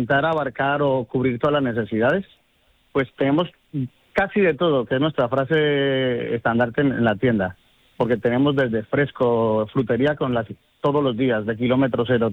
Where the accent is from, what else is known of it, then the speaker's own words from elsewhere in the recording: Colombia; now in Spain; A ver, la gente, pues claro, yo he estado, llevo aquí muchos años, yo soy de origen colombiano, ¿de acuerdo?